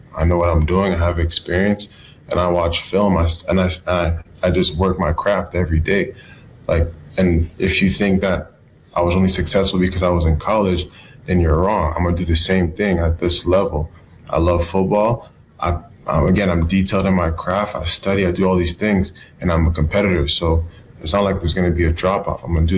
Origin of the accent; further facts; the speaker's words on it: Ottawa, Ontario, Canada; now in United States; I grew up in Ottawa, Ontario. Everybody asked me, what's it like? Canada's really pretty much the same as here